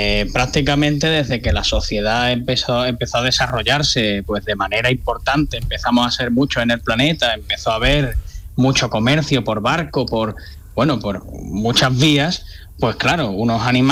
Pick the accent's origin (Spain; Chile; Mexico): Spain; Cádiz, Andalusia; now in Madrid, Spain; Yo soy de Cádiz, ¿no? Estoy aquí trabajando en Madrid, yo soy de Cádiz.